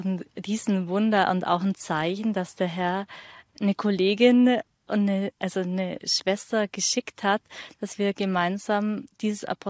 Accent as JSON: {"language": "German", "region": "Bavaria", "country": "Germany", "tie": "born or raised there", "moved": "yes", "lives_now": "Auerbach, Germany", "said": "Ich bin in der Nähe von Augsburg aufgewachsen, in einer katholischen Familie"}